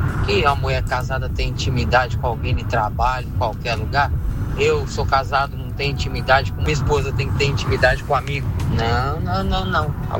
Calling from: Piracicaba, São Paulo, Brazil; de Piracicaba.

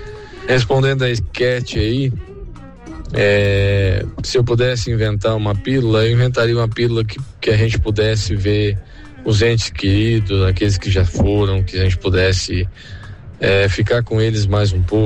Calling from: Tubarão, Santa Catarina, Brazil; falo de Tubarão, Santa Catarina.

